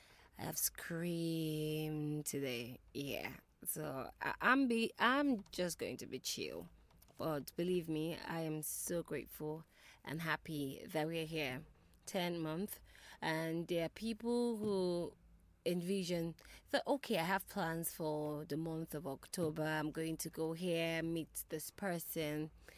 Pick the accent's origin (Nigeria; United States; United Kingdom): Nigeria; Being Nigerian and also an Igbo woman, I'm so proud of the both.